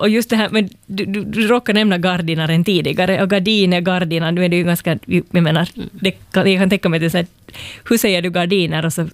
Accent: Finland; accent: Finland Swedish; Medan i min finlandssvenska så har vi bara ett ljud, man säger ful och dum.

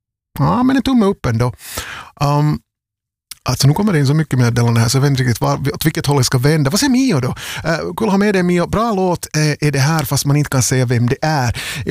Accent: Vaasa, Ostrobothnia, Finland; Eftersom jag nu också sända från Vasa. Jag är Vasabo, jag har bott här hela livet.

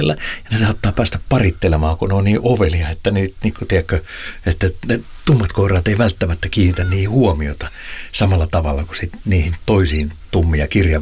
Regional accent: Pori, Satakunta, Finland; Mä muistan 80-luvulla, niin kun mä olen Porista kotoisin, niin siellä oli vielä suokukkoja soittimia.

